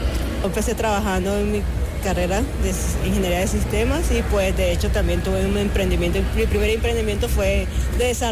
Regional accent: Barranquilla, Atlántico, Colombia; moved away as an adult; now in Tunja, Colombia; yo soy de Barranquilla, pero yo estudié en la UPTC en Tunja, en carreras fue realizada en Tunja. Ya terminando mi carrera, pues conocí a mi esposo, que es de acá de Tunja, y pues trabajaba ya acá, entonces empecé a trabajar en la UPTC

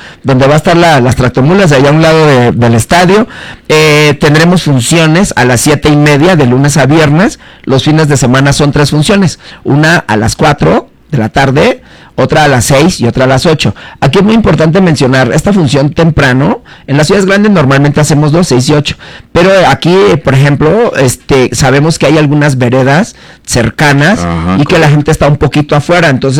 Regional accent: Puerto Vallarta, Jalisco, Mexico; tu servidor, desde la bella ciudad de Puerto Vallarta, Jalisco, en la tierra de los aztecas de México.

